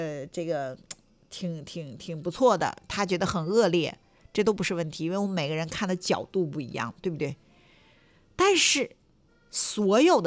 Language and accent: Chinese; Dalian, Liaoning, China; 这就是我们大连人说话